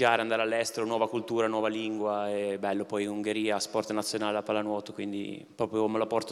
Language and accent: Italian; Arenzano, Liguria, Italy; quindi per me ritorno a casa, sono di Arenzano, vivo lì